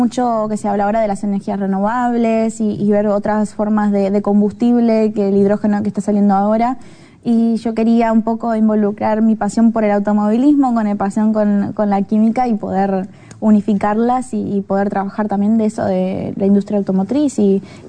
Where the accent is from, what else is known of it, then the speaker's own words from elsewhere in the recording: Uruguay; esa alma luchadora como uruguaya